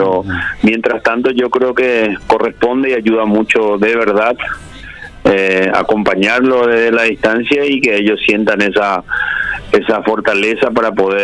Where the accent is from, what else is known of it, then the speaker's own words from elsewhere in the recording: Paraguarí, Paraguay; born there; comencé muy temprano a jugar ya para mí en serio en el equipo de mi comunidad, en el 15 de mayo de Paraguarí, con 15 años